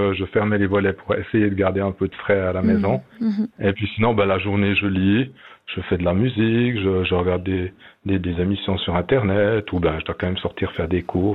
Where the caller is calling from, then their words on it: Yverdon-les-Bains, Vaud, Switzerland; je vous appelle d'Yverdon.